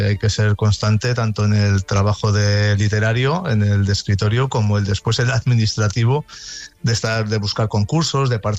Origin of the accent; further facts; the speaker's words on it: Haro, La Rioja, Spain; en el certamen San Felices del Bilibio, que además es de mi pueblo, en Aro